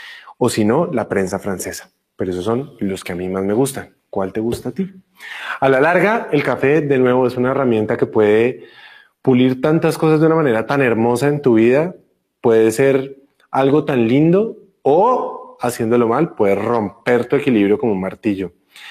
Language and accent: Spanish; Colombia; como yo soy colombiano